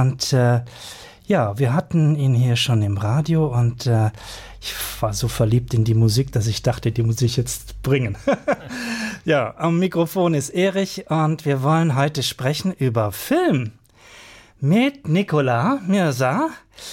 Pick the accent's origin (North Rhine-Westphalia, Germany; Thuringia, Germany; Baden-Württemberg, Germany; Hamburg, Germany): Baden-Württemberg, Germany; moved away; Ich komme da aus dem Musterländle.